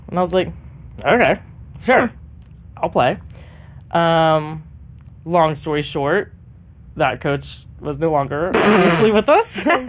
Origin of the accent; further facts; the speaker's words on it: Alabama, United States; moved away as an adult; now in California, United States; I'm originally from Alabama, so far away from here.